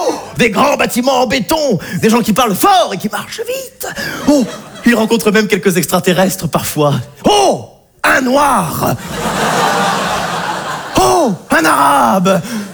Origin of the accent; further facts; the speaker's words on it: Auvergne-Rhône-Alpes, France; Ah, je suis ravi de jouer à Paris parce que ça me rappelle un peu ma région natale. J'arrive d'Auvergne.